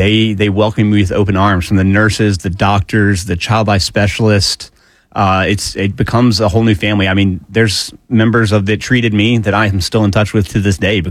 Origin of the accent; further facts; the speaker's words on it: Alpharetta, Georgia, United States; I grew up in Alpharetta. I was 20 minutes from Scottish Rite.